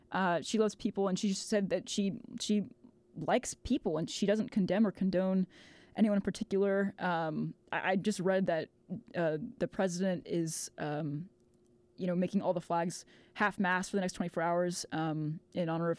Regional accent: Texas, United States; especially growing up in Texas

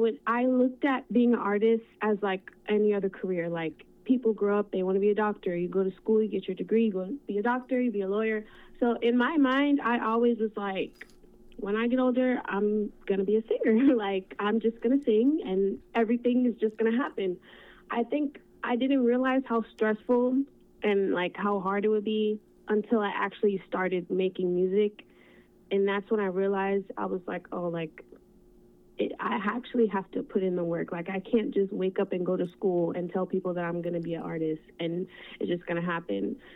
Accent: Miami, Florida, United States; I'm a young woman growing up in Miami

